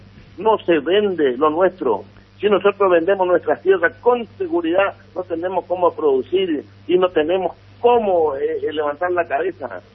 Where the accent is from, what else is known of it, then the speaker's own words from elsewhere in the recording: Chaco, Argentina; nuestra provincia del Chaco